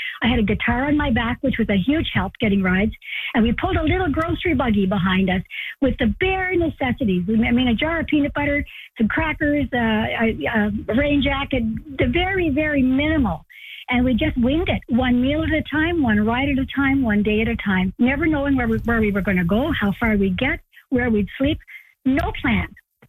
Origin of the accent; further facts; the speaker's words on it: Nova Scotia, Canada; because we grew up in Cape Breton Island, we had a similar culture in terms of large families, people not being well off financially